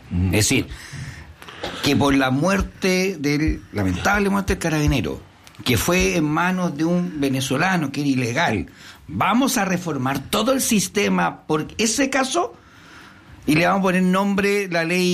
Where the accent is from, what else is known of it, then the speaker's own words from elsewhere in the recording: Antofagasta, Chile; soy de Antofagasta